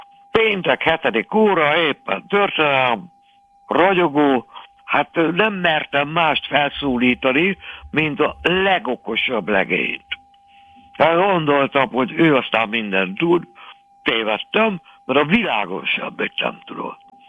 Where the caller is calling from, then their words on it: Hungary; magyar vagyok